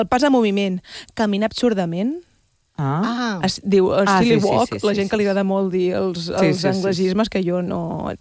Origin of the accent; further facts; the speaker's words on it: La Bisbal d'Empordà, Catalonia, Spain; moved away; avui actuo al meu poble